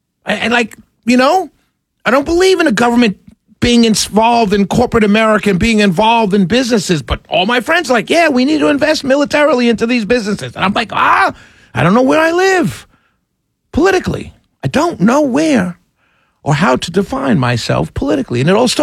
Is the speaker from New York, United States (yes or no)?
yes; New York, United States; I know I'm African American. I know I'm from New York.